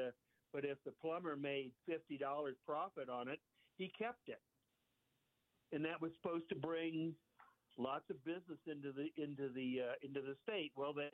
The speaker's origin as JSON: {"language": "English", "town": "Kansas City", "region": "Kansas", "country": "United States", "tie": "born or raised there", "said": "Anyway, I'm a native Kansan. I grew up in the Kansas City area, so I keep my ear to the ground about what's going on in my native state."}